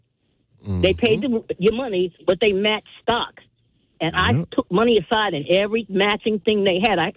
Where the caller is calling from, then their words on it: New York, United States; my mother and father were from the Caribbean like you. And I'm from New York. And we from Trini. I'm a Trini.